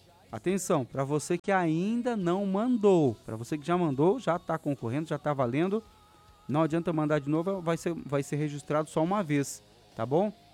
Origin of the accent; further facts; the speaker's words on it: Brazil; a gente é brasileiro.